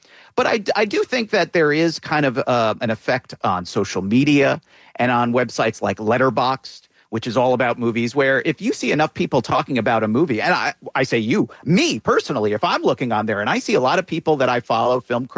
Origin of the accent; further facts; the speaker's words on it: New Jersey, United States; I mean, you know, I grew up in New Jersey. I'm a New York area native. I've never lived in Chicago